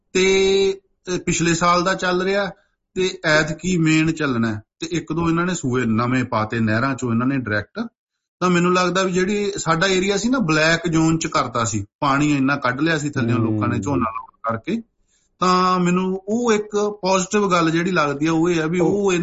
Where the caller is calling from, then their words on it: Punjab, India; ਮੈਂ ਮਾਲਵੇ ਤੋਂ ਹਾਂ ਸਾਡਾ ਨਾ ਖੰਨਾ ਤੇ ਮਲੇਰਕੋਟਲਾ ਏਰੀਆ